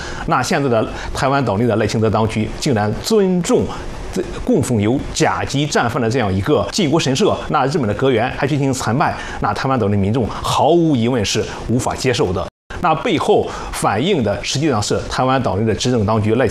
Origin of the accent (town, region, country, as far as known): China